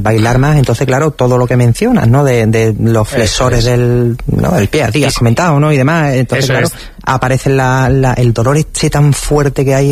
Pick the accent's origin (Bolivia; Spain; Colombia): Spain; porque yo creo que es que somos españoles